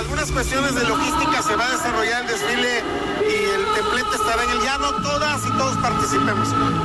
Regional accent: Oaxaca, Mexico; estemos unidos como mexicanos, como oaxaqueños

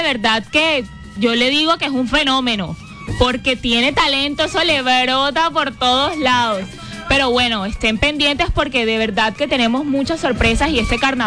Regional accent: Barranquilla, Atlántico, Colombia; yo tengo una mezcla de raíces. Yo soy barranquillera, pero mi mamá es de Mompós

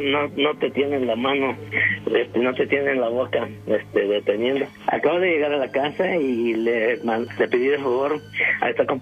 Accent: Guerrero, Mexico; No, yo soy de Guerrero.

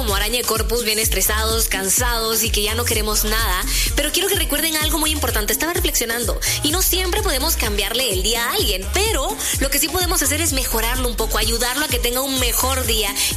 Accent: Guatemala

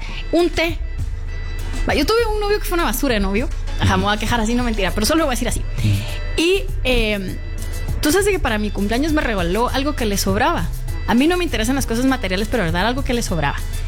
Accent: Guatemala; Entonces ya fijo, sí soy chapín.

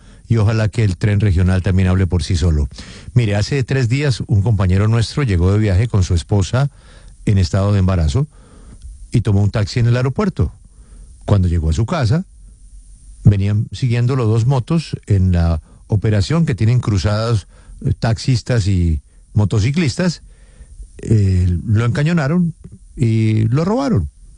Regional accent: Bogotá, Colombia; somos los bogotanos

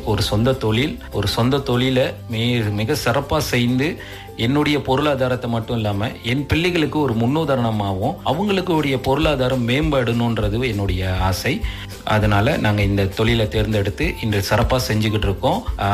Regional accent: Sungai Siput, Perak, Malaysia; now in Ipoh, Malaysia; நான் கமரி தோட்டம் சுனேஸ்போர்ட்ல பிறந்து வளர்ந்தேன். என் மனைவி தாசை ஈப்போவை சேர்ந்தவர். நாங்க இப்போது ஈப்போவில் வசிக்கிறோம்.

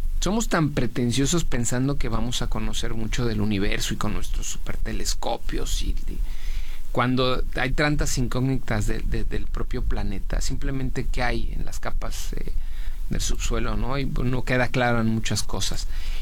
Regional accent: Mexico

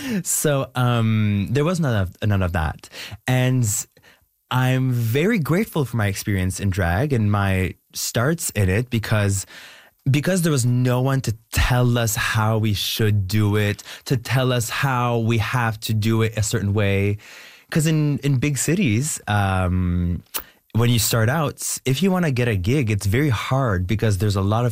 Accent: Canada

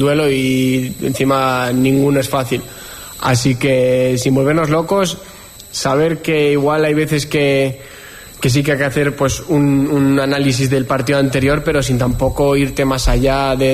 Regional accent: Basque Country, Spain; encima yo soy de aquí, de Euskadi

